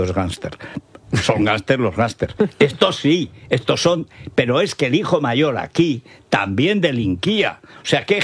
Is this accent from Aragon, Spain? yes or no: yes; Teruel, Aragon, Spain; pero a mí me da frío y soy de Teruel y me daba frío.